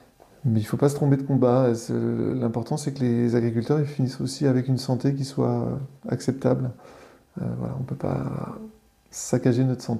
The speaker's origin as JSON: {"language": "French", "region": "Brittany", "country": "France", "tie": "born or raised there", "said": "je suis originaire du Pays de Fougères."}